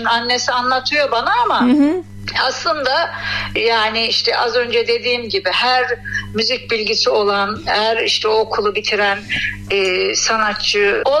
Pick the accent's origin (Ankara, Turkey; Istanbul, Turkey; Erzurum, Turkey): Erzurum, Turkey; İspir; ben Erzurum'un İspir kazasına bağlı Çamlıkaya beldesindenim.